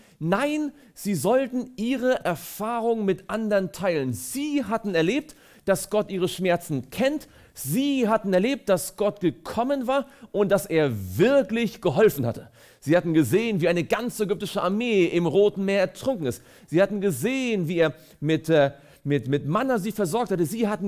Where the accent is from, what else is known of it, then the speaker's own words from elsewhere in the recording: Mecklenburg-Vorpommern, Germany; now in Baden-Württemberg, Germany; bin ja nicht gebürtig aus Baden-Württemberg, aber als ich hierher zog, habe ich zum ersten Mal in meinem Leben Weinberge gesehen. Ich komme von der Ostsee, da gibt es keine Weinberge, ja, da gibt es raue See und viel Sand und Moor in Mecklenburg-Vorpommern.